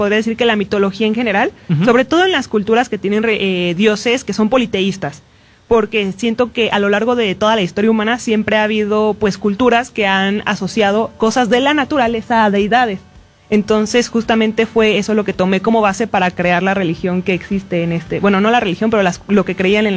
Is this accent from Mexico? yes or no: yes; State of Mexico, Mexico; Soy autora independiente, 22 años, ¿qué?, completamente mexicana.